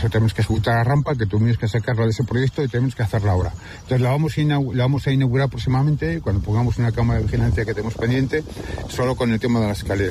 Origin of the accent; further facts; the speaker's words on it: Guardo, Castile and León, Spain; Bienvenidos a mi pueblo.